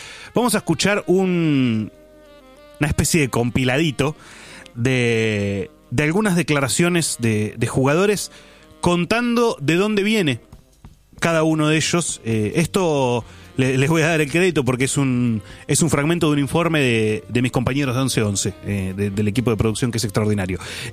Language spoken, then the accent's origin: Spanish; Argentina; los chicos que crecimos en Argentina